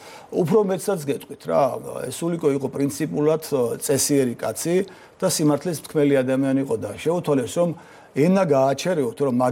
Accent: Vani, Imereti, Georgia; მე წარმოშობით ვანიდან ვარ, იმ რაიონში მუშაობდი

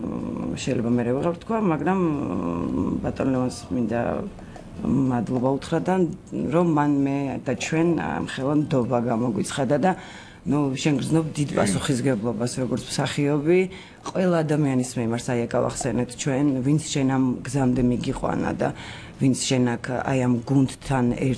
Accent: Guria, Georgia; მეც გურული ვარ

